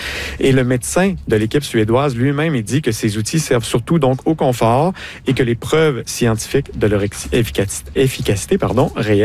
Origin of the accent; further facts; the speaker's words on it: Quebec, Canada; Je vous traduis ça un peu à la gaspésienne, là, car je suis gaspésien